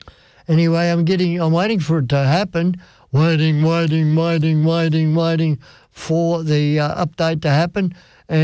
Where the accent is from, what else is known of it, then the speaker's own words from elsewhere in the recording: Australia; because I am Australian